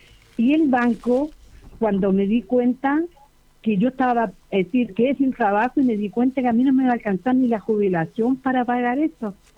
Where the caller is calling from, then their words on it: Viña del Mar, Valparaíso, Chile; De acá de Viña.